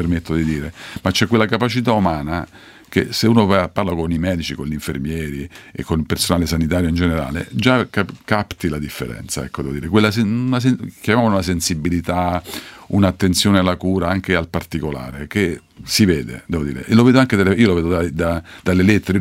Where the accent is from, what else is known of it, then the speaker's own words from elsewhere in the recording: Rocca di Papa, Lazio, Italy; io sono di Rocca di Papa, un paesino dei Castelli Romani